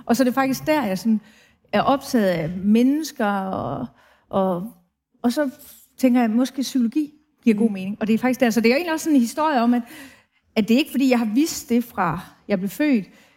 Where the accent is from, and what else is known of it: Brønderslev, North Denmark Region, Denmark